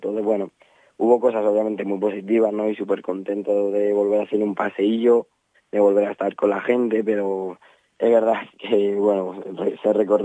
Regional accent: Madrid, Community of Madrid, Spain; born there; yo nací en Madrid, pero obviamente después mis padres son de Burgondo

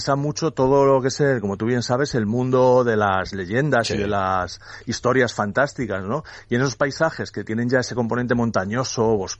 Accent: Salamanca, Castile and León, Spain; Él es de León, yo soy de Salamanca, que soy el ilustrador, y la editorial es de Valladolid.

